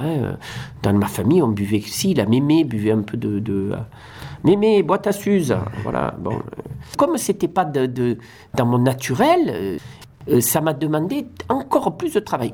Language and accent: French; Provence-Alpes-Côte d'Azur, France; Alors, moi je suis originaire de Camargue